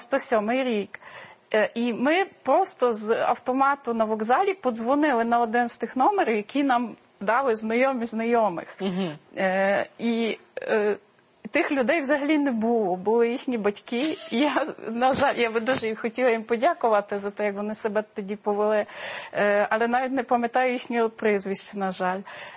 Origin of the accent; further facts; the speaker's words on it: Warsaw, Masovian Voivodeship, Poland; Ukrainian is a second language; moved away as an adult; now in Lviv, Ukraine; саму Варшаву, мою рідну Варшаву, яка дуже сильно помінялася за тих 20 років, коли я там не живу